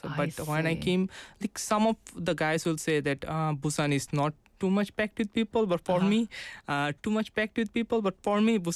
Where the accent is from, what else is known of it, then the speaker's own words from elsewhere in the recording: Narayanganj, Dhaka Division, Bangladesh; moved away as an adult; now in South Korea; But it was my hometown. But I spent a lot of time in the capital, Dhaka, as well.